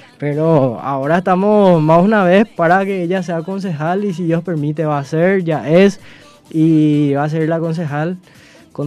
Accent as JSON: {"language": "Spanish", "town": "Pedro Juan Caballero", "region": "Amambay", "country": "Paraguay", "said": "Entonces es muy lindo ser pedrojuanino, todos lo decimos, amo mi país, PJC"}